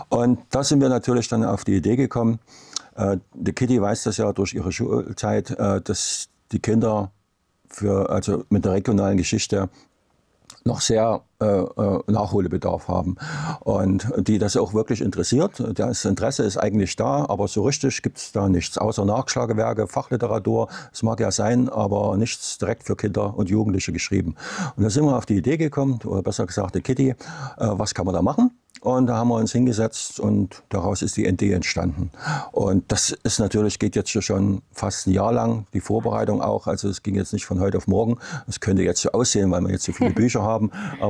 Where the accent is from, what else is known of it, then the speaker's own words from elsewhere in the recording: Neukirchen, Saxony, Germany; Wir stammen aus Neukirchen bei Grimmitschau.